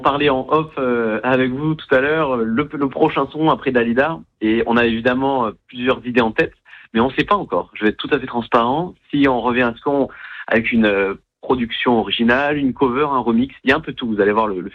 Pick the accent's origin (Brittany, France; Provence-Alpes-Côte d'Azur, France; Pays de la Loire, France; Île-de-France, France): Provence-Alpes-Côte d'Azur, France; Aix-en-Provence; nous on vient d'Aix-en-Provence, donc c'est pas très loin et en même temps c'est assez différent.